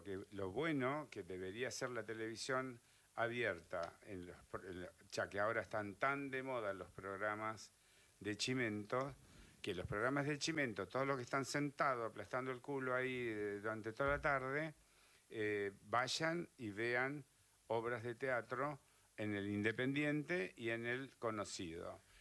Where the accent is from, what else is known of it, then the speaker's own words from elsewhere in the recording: Argentina; otro problema que mezclamos todo como ensalada rusa, como nos encantan los argentinos.